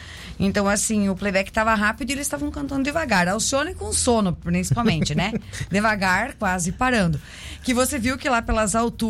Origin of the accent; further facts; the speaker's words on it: Brazil; Como bons brasileiros que somos